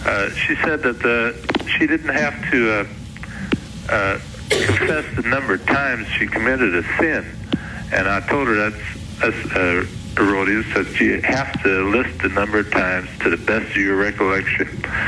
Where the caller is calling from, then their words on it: Evansville, Indiana, United States; Evansville, Indiana.